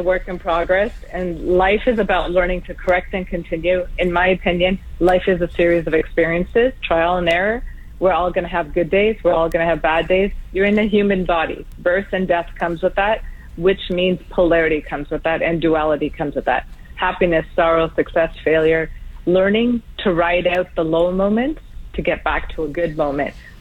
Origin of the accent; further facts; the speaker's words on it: Canada; even though I'm Canadian